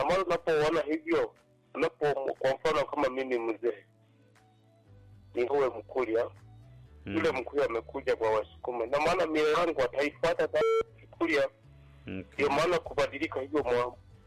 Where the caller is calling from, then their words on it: Tanzania; nikiwa Masana Mtongoji cha Mombani au Mtama kufaa na Mchembe za maji hapa Tanzania.